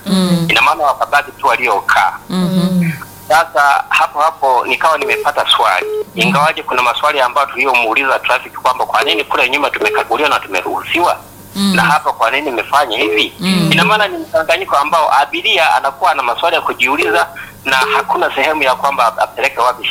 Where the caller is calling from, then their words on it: Geita, Tanzania; kutoka Geita hapa.